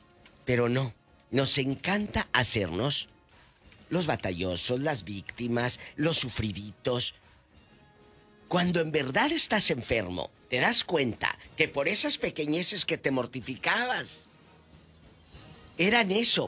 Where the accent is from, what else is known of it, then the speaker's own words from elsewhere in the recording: Matamoros, Tamaulipas, Mexico; Matamoros, de mi tierra.